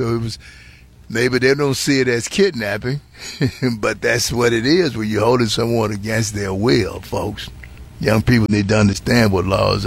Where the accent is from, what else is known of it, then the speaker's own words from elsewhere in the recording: Mississippi, United States; Like in my home state of Mississippi